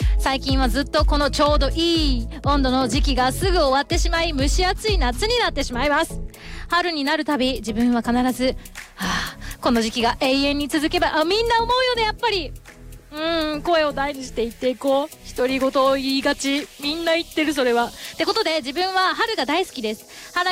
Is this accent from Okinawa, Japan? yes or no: yes; Okinawa, Japan; moved away; 8月はちょっと長めに地元沖縄に帰ろうと思ってるんですよ。